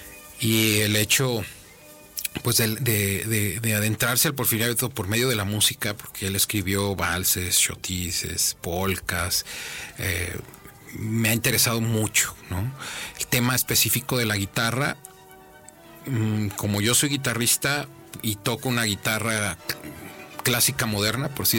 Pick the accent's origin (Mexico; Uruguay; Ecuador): Mexico; Guadalajara, Jalisco; now in Lagos de Moreno, Mexico; Ellos sí son de Lagos de Moreno. Sí, yo soy de Guadalajara en realidad.